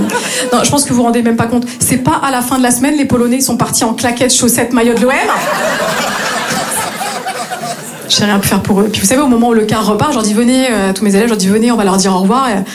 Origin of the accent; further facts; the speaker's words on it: Grand Est, France; now in Marseille, France; je viens du nord-est de la France, et je me suis installée ici à Marseille il y a tout juste 3 ans et demi.